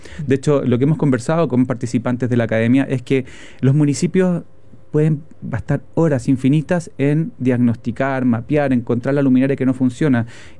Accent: Santiago, Santiago Metropolitan Region, Chile; also born or lived in London / Germany / Brazil

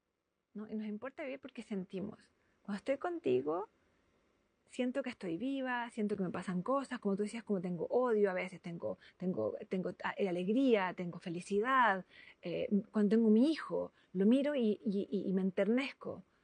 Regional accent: Chile; now in Bochum, Germany; Yo soy chilena.

